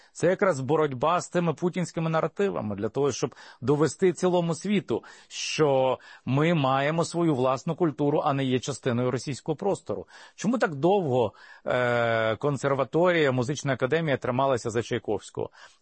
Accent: Lviv, Lviv Oblast, Ukraine; Але ми можемо дуже довго, це я львів'янин, я можу Станіслава Лева згадувати, так?

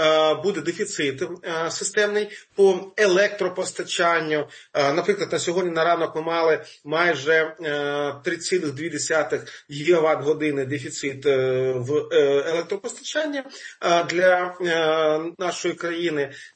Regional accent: Kharkiv, Kharkiv Oblast, Ukraine; Харків готовий, це моє рідне місто.

